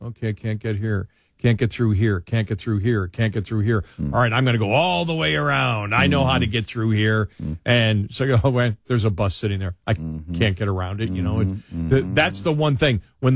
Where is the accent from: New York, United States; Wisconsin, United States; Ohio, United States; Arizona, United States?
New York, United States; now in Texas, United States